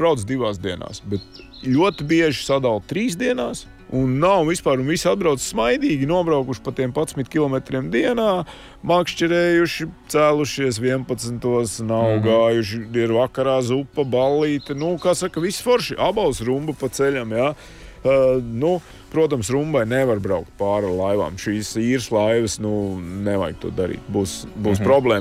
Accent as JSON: {"language": "Latvian", "town": "Ventspils", "region": "Courland", "country": "Latvia", "tie": "born or raised there"}